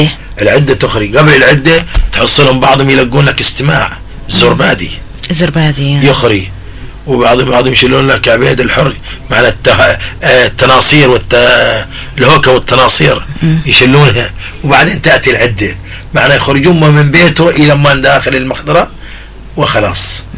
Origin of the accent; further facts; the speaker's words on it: Mukalla, Hadhramaut, Yemen; لكن عندنا في المكلا ماشي